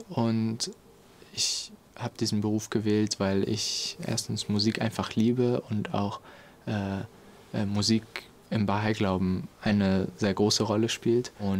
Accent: Hamburg, Germany; Aufgewachsen bin ich im Nordosten Hamburgs als Teil einer Bahai-Familie und auch einer Bahai-Gemeinde.

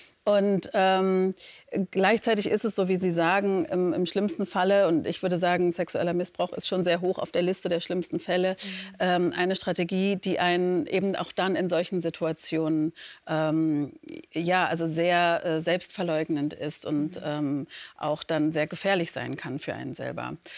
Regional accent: Leipzig, Saxony, Germany; Leipzig war meine Heimatstadt. Ich war noch nie woanders, also bis zu meinem 8. Lebensjahr.

